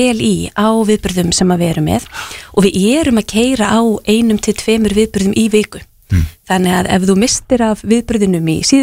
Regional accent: Hafnarfjörður, Capital Region, Iceland; Mínum heimabæ.

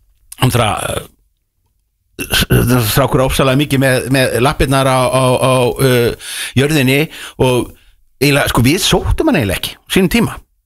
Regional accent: Reykjavík, Capital Region, Iceland; ég er náttúrulega miklu leiti ólst upp í Vesturbænum

